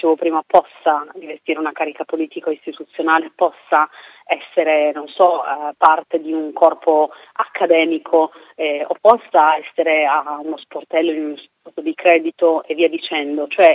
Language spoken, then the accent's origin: Italian; Reggio Emilia, Emilia-Romagna, Italy